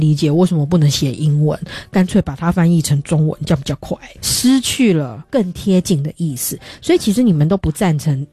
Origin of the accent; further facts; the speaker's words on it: Taiwan; first language Taiwanese Hokkien; Chinese is a second language; 我平常的母语就是台语，我马上就要换中文